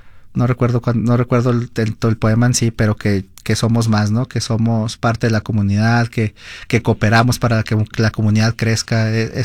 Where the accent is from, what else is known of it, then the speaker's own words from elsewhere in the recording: Mexico; now in Utah, United States; eres uruguayo, yo soy mexicano